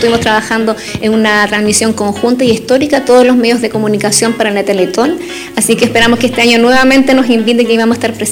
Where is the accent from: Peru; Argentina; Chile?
Chile; Ligüeymo, O'Higgins; voy a hablar como periodista y como palmillana padre. Yo vivo en el sector de Ligüeymo, ahí tengo, nací y criada en Ligüeymo.